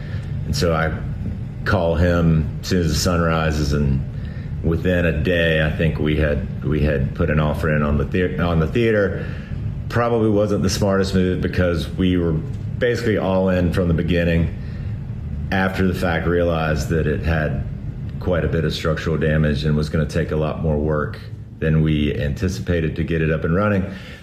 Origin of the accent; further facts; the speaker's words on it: Manteo, North Carolina, United States; now in Asheville, United States; I grew up in a small town in eastern North Carolina, similar in size to Burnsville. I grew up in Manio, North Carolina on the coast.